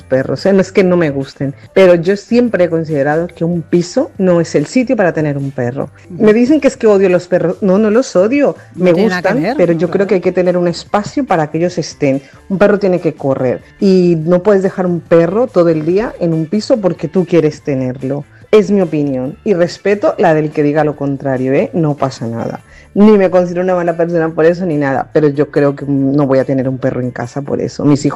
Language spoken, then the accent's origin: Spanish; Colombia; now in Spain; De pequeña, en Colombia, teníamos una casa y yo tenía un perro, o sea, tuve perros